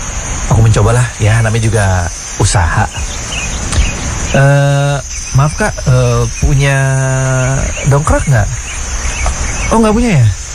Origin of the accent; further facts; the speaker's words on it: Kalimantan, Indonesia; Aku asli Kalimantan.